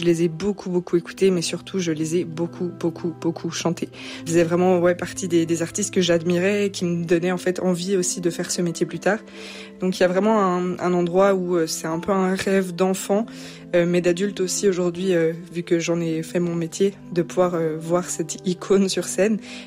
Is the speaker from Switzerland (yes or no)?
yes; Switzerland; moved away as an adult; now in Paris, France; Ça fait bientôt 6 ans que j'habite à Paris, mais je suis originaire de Suisse.